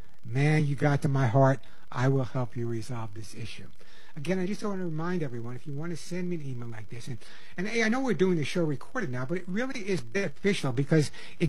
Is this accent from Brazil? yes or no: no; New York, United States